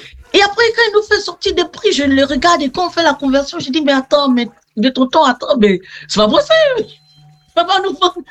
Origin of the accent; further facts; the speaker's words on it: Côte d’Ivoire; Et Yunuske nous a demandé, vous venez d'où? Après, on dit de la Côte d'Ivoire.